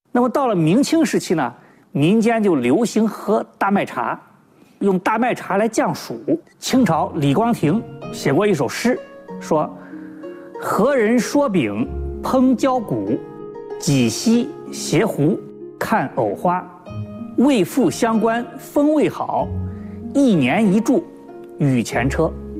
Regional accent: China

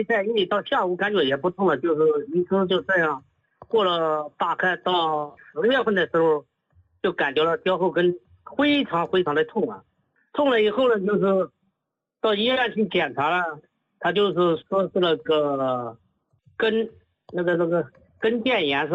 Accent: Henan, China; now in Shaoxing, China; 我是人是河南的，但是在绍兴这边已经待了10多年了。

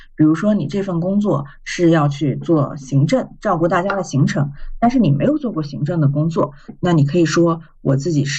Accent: China

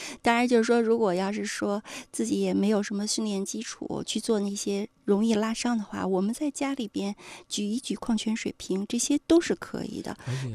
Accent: China; 因为像就是我们亚洲人哈，然后特别是我们中国人，我们的肥胖的标准一般是 BMI 这个体重指数哈

